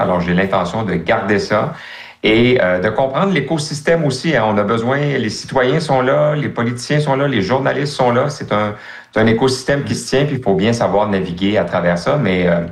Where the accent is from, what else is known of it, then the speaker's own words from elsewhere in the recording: Quebec, Canada; Moi, je suis un fier francophone, je suis un fier Québécois.